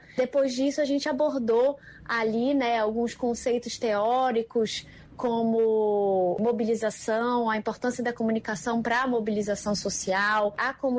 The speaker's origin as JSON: {"language": "Portuguese", "region": "Pará", "country": "Brazil", "said": "Sou do Pará, sou paraense."}